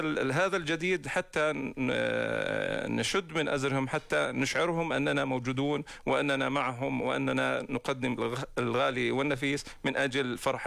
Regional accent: Jordan; إحنا كشعب أردني معطاء وجواد بعمله وكرمه

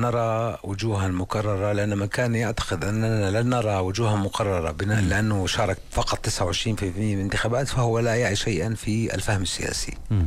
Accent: Jordan; وهذا أمر يؤذيني كأردني، يؤذيني كمواطن، يؤذيني كمختص

